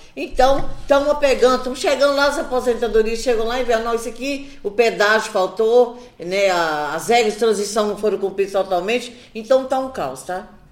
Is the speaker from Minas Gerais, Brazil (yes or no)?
yes; Ponte Nova, Minas Gerais, Brazil; now in Divinópolis, Brazil; Eu vou lá para a minha zona da mata, minha região, ali na cidade de Ponte Nova